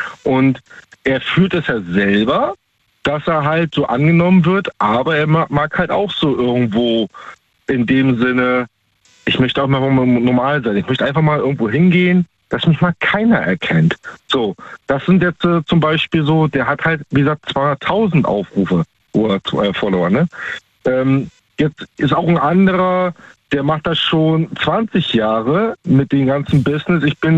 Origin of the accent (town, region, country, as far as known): Baltic coast, Germany